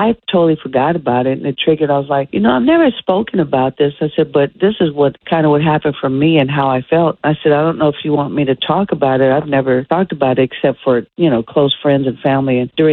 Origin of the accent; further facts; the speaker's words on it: Oakland, California, United States; moved away; born and raised in Oakland